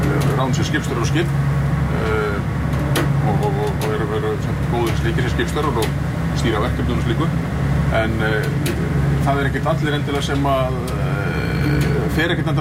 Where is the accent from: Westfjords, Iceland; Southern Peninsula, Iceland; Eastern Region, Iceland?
Southern Peninsula, Iceland; Grindavík; Ég kem úr Grindavík hérna, og býð þar